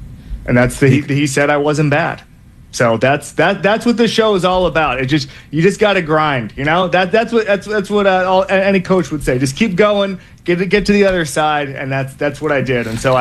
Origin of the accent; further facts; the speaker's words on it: the South, United States; I'm from the South, and my family are huge college football fans